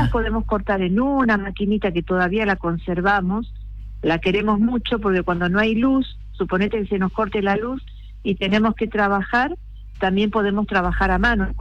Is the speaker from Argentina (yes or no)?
yes; Rosario, Santa Fe, Argentina; now in Córdoba, Argentina; Somos de Rosario nosotras. Yo ya estoy viviendo en Córdoba, viene mi prima a darnos una mano